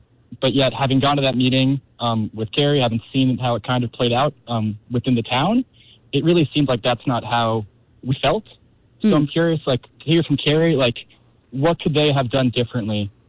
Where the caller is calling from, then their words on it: Vergennes, Vermont, United States; I'm from Virgens.